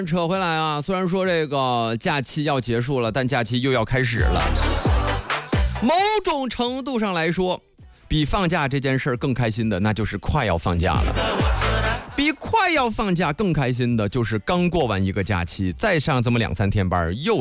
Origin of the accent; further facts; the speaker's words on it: Nangong, Hebei, China; 我老家是邢台南宫的